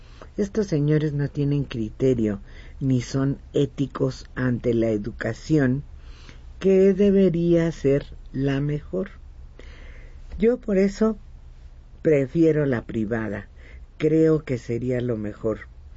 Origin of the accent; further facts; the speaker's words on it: Xolox, State of Mexico, Mexico; Siendo mexicana, egresada de escuelas públicas en mi pueblito de Xolox, en el Estado de México.